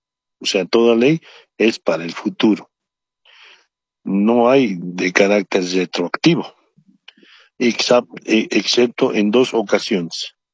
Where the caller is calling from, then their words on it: El Alto, La Paz, Bolivia; de la Ciudad del Alto